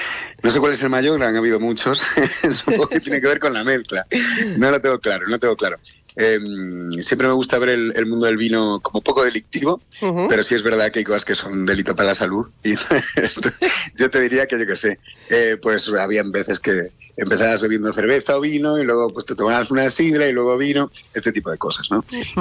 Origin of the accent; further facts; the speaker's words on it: Venezuela; moved away; mi madre es de ascendencia italiana, mi padre de ascendencia gallega, me crié en la infancia en Venezuela